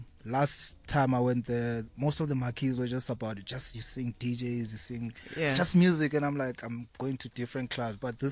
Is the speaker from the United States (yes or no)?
no; Ngamakwe, Eastern Cape, South Africa; And that time I didn't know she was from Ngamakwe. We both from the same village.